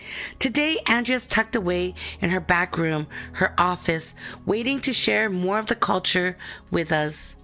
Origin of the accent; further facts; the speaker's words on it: British Columbia, Canada; I am from the Kwasla Nakwata of the Kwakwakiwak, also Nishka, Kosalish, and Cree.